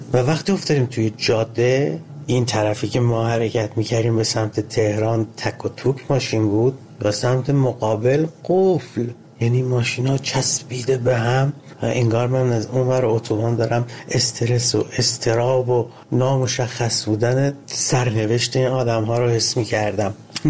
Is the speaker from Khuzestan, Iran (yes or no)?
yes; Ahvaz, Khuzestan, Iran; من کودکیم توی جنگ گذروندم، اهواز، و در تمام طول 8 سال جنگ من با این سیر افزایشی بمباران ها بزرگ می شدم.